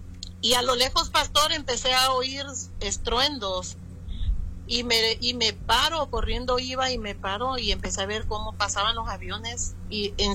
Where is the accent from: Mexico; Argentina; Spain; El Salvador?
Mexico; Acapulco, Guerrero; Yo soy de Acapulco, Guerrero